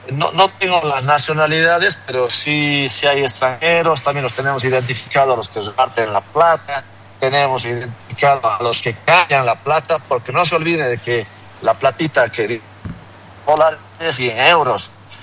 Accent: Bolivia; ¿Qué queremos como bolivianos?

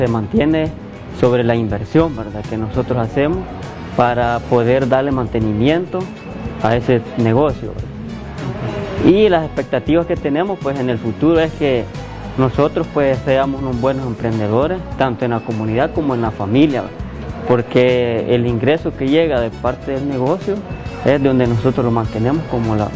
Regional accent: Berlín, Usulután, El Salvador; vengo de la comunidad del Tablón, distrito de Berlín.

